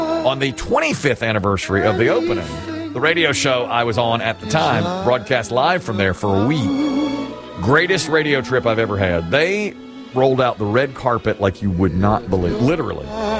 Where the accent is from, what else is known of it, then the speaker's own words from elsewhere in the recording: Cedar Rapids, Iowa, United States; We're from Cedar Rapids.